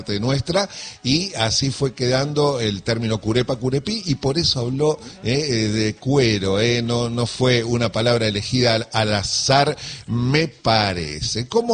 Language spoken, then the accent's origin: Spanish; Argentina